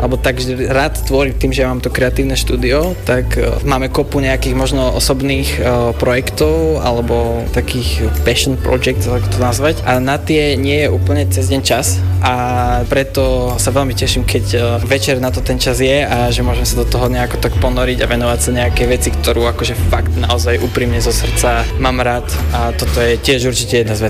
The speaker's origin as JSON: {"language": "Slovak", "region": "eastern Slovakia", "country": "Slovakia", "tie": "born or raised there", "said": "ja som z východného Slovenska a tam keď rybníky zamrzali alebo jazierka nejaké, tak my sme chodili korčuľovať a hrať hokej. Čiže nejako akože som sa udržať vedel, ja som taktiež aj tým, že som sa narodil teda pod Tatrami, tak chodil lyžovať"}